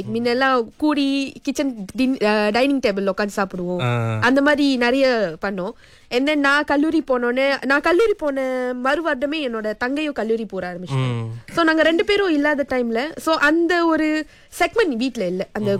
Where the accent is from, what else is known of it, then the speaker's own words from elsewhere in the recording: Seremban, Negeri Sembilan, Malaysia; also born or lived in Sungai Petani; பூர்வீகம் சுங்கைப்பத்தானி, ஆனா நான் வந்து படித்தது வளர்ந்தது எல்லாம் வந்து சிரம்பன்.